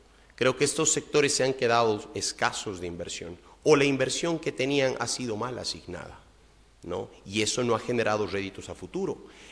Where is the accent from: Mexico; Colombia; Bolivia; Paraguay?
Bolivia; nosotros como bolivianos